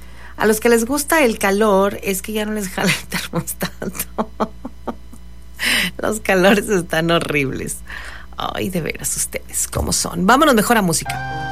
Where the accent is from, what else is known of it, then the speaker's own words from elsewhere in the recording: Monterrey, Nuevo León, Mexico; Nosotros somos de Monterrey y aquí para las 7 ya estábamos con el fresco bien a gusto.